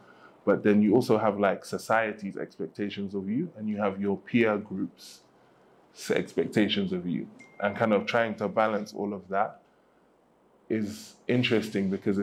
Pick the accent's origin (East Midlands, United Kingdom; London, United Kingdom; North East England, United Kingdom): London, United Kingdom; growing up in London. And I grew up in an area in London where, well, all the areas in London I feel are mixed. So it's like the area that I grew up in, Camden Town, Kentish Town